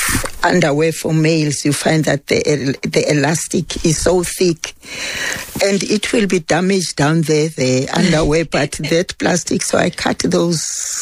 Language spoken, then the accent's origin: English; Soweto, Gauteng, South Africa; born there; also born or lived in Eastern Cape; You know, I'm 81 years old now. Mm-hmm. So I was born in house number 241, Orlando East.